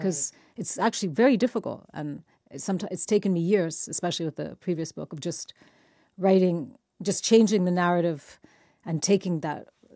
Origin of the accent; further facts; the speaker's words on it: Mexico; moved away as an adult; also born or lived in United States; now in United Kingdom; I left Mexico when I was 17, although I go back several times a year because my parents are still there and home is still there.